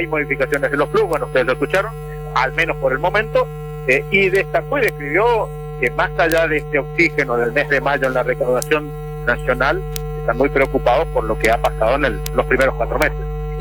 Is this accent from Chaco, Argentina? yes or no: yes; Chaco, Argentina; now in Corrientes, Argentina; Siempre usted me recuerda que yo soy chaqueño